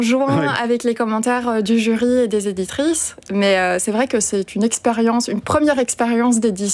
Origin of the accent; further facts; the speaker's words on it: Belgium; Je suis belge.